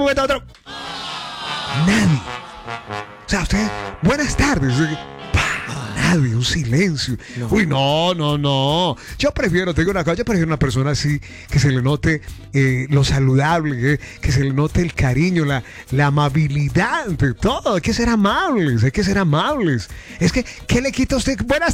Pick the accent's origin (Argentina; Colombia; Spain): Colombia; Antioquia; así somos los paisas.